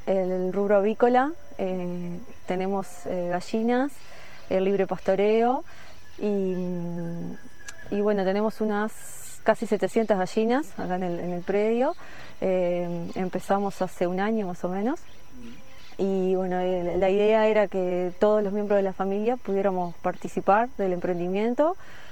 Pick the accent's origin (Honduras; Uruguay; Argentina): Uruguay; Sarandí del Yi, Durazno; No, yo soy oriunda de Sarandí del Yi, viví en Durazno también, y bueno, luego que nos casamos con Gonzalo, me vine a vivir acá.